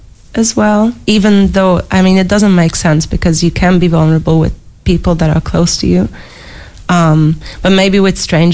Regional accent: Hungary; moved away; my home country in Hungary

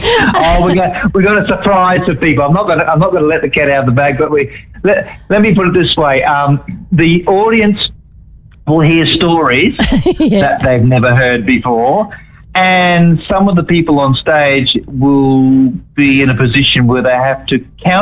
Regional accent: Hong Kong; born there; I was born in Hong Kong. My mother's from Chinese heritage. My father's from Tenderfield, full blood Australian.

